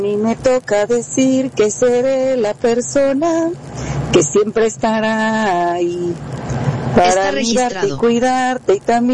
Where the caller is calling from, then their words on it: Arandas, Jalisco, Mexico; desde Arandas, Jalisco.